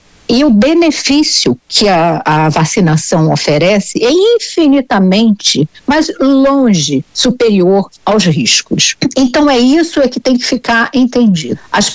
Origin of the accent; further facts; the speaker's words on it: Rio de Janeiro, Brazil; Eu sou do estado do Rio de Janeiro e trabalho no Rio de Janeiro.